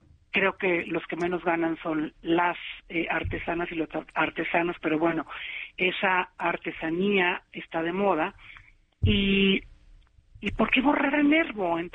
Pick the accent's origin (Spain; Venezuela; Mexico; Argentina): Mexico; Nayarit; yo soy de Nayarit, amo mi estado, me he dedicado toda la vida a promoverlo.